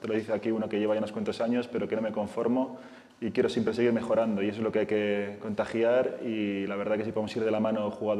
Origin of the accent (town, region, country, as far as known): Bilbao, Basque Country, Spain